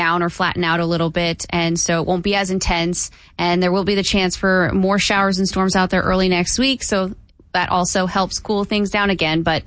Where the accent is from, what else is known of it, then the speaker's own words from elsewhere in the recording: Las Vegas, Nevada, United States; moved away; I'm from Las Vegas